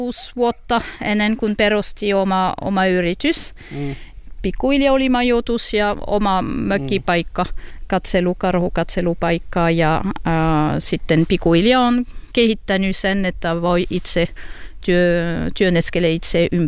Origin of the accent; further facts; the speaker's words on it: France; Finnish is a second language; now in Finland; Olen ranskalainen. On tullut tällä kylälle 2001.